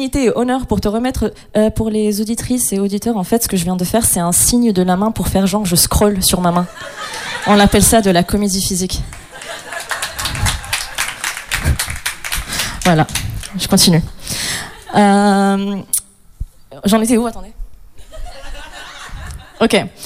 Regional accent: Morocco; moved away as an adult; now in France; comme j'ai mentionné précédemment, je suis marocaine. Je suis une personne marocaine, non-binaire, lesbienne, précaire.

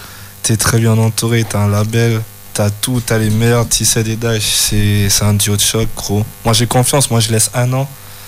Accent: Lille, Hauts-de-France, France; maire de Lille

